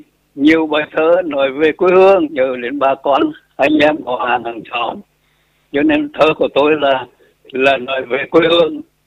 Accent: Nghệ An, Vietnam; moved away as an adult; Tôi quê sống bốn xã Trung Sơn, bây giờ là xã Thuận Trung, xã quê từ 1962.

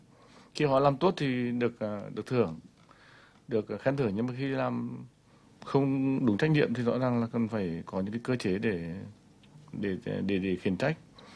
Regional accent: Vinh, Nghệ An, Vietnam; Tôi là người dân thành phố Vinh, cũng là một cái người rất là nghiện các cái món hải sản Cửa Lò.

